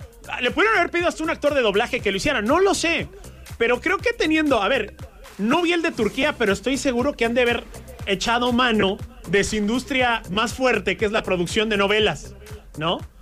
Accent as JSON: {"language": "Spanish", "country": "Mexico", "said": "México también. O sea, tenemos una cultura milenaria."}